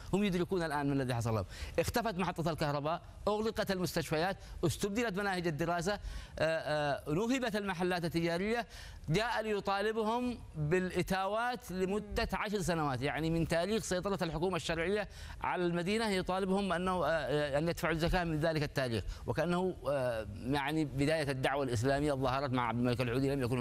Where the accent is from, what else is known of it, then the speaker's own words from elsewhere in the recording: Yemen; وهي مجربة بالنسبة لنا كيمنيين.